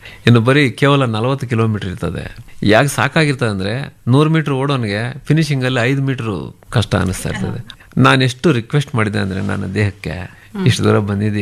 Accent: Birmanahalli, Karnataka, India; ನನ್ನ ಬೀರ್ಮಾನಹಳ್ಳಿ ನನ್ನ ಗ್ರಾಮಕ್ಕೆ

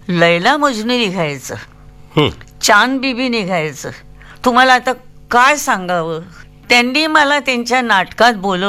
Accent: Maharashtra, India; पण कोणाला हे माहिती नव्हतं की मी एक महाराष्ट्रीयन आहे, ते मला मद्रासीच समजायचे.

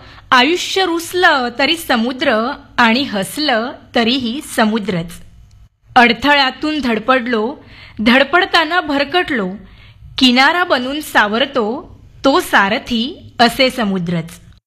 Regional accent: Devgad, Maharashtra, India; now in Mumbai, India; नाही, मी मूळची देवगडची आहे, तर गावी कसं निरभ्र आकाश आपल्याला पाहायला मिळतं

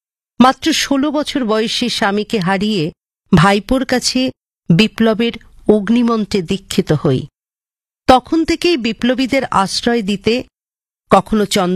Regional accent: West Bengal, India; বীরভূম থেকে।

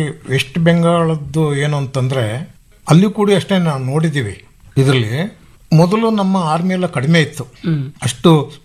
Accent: Karnataka, India; ಮತ್ತೆ ನಾವು ಮೂಲತಃ ಕೊಡಗಿನವರು, ಆದ್ರಿಂದ ನಾವು ಸ್ವಲ್ಪ ಹಾಕಿ ಆಟಗಾರರು

